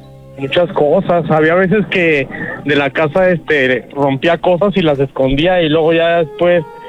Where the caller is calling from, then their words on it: Guadalajara, Jalisco, Mexico; De acá de Guadalajara.